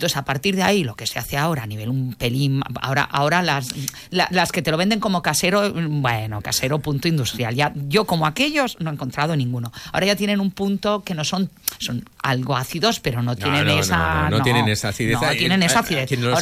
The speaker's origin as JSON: {"language": "Spanish", "town": "Touro", "region": "Galicia", "country": "Spain", "said": "Yo soy de Touro, pero entraría dentro de esa delimitación"}